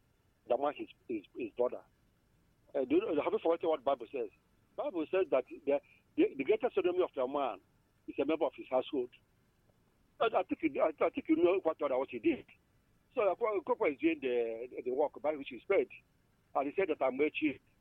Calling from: Nigeria; I'm from Wunka

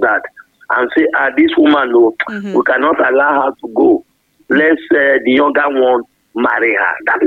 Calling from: Akobo, Jonglei, South Sudan; I'm calling from Akobo.

